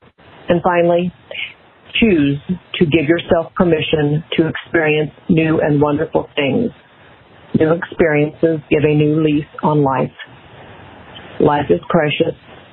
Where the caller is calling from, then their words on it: Yorktown, Indiana, United States; I'm from Yorktown, Indiana. I'm 69 years young.